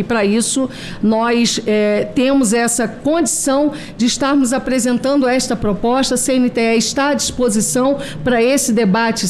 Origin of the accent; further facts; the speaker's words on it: Campos dos Goytacazes, Rio de Janeiro, Brazil; E nem chuvisco, porque eu sou de Campos, Goitacazes.